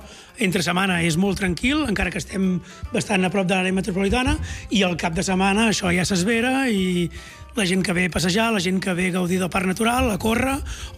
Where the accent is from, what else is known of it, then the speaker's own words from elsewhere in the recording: Mura, Catalonia, Spain; soc de Mura, no? Jo, si anava al col·le a Terrassa, però jo sóc de Mura